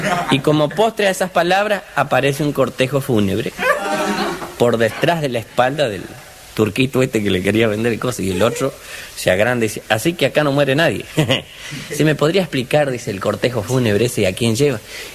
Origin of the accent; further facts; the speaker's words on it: Chaco, Argentina; Y yo chaqueño decía, no, yo soy del Chaco, como he aclarado a veces en países vecinos.